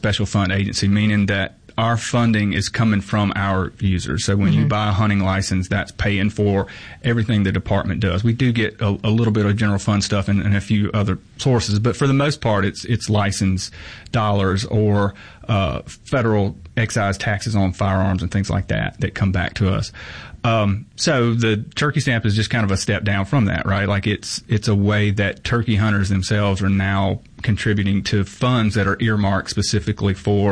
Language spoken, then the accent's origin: English; United States; born or raised there